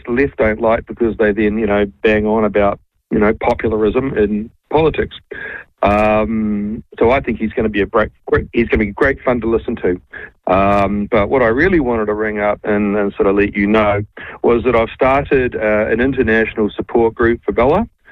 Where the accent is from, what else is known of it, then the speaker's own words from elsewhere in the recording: Southland, New Zealand; now in Brisbane, Australia; Yeah, I'm from Southland.